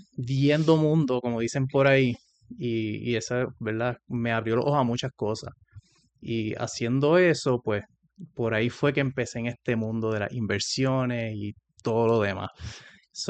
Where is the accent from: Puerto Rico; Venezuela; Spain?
Puerto Rico; moved away as an adult; now in United States; soy de Calle, Puerto Rico, nacido y criado. Estudié ahí hasta high school, después me fui al colegio de Mayagüez